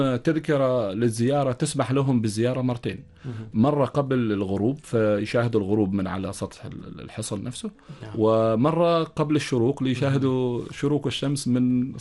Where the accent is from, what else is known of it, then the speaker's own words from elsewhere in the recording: Oman; احنا كشعب عماني